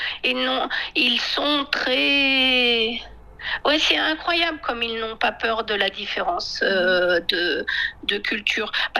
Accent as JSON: {"language": "French", "country": "France", "moved": "yes", "lives_now": "Yunnan, China", "said": "Pourtant, je ne suis pas du tout américaine, je suis française"}